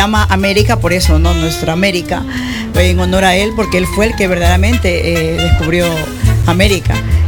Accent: Ecuador; Soy ecuatoriana y también española.

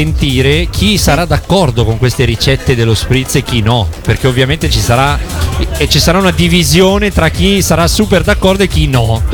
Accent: Milan, Varese, Lombardy, Italy; Noi esattamente de Milan, Varese

